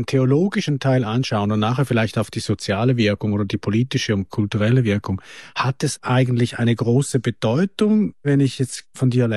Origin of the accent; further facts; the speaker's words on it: Italy; Ich als Italiener weiß, Sabato, das ist der Samstag, oder?